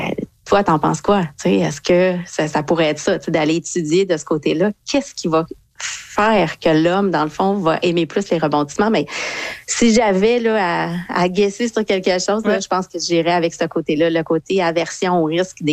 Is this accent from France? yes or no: no; Quebec, Canada; Je viens du Saguenay. J'adore aller m'isoler dans le bois.